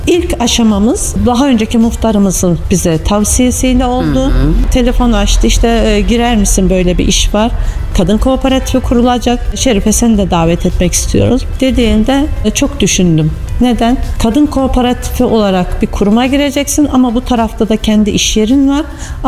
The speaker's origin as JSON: {"language": "Turkish", "town": "Ağırnas", "region": "Kayseri", "country": "Turkey", "tie": "born or raised there", "said": "Arnaslıyım, doğma büyüme. Arnas'ın kızı ve geliniyim şu anda."}